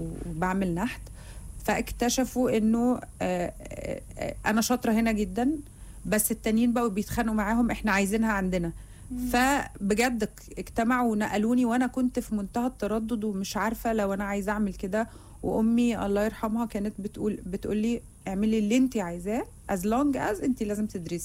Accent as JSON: {"language": "Arabic", "country": "Jordan", "said": "عندنا في الاردن ردح مالوش"}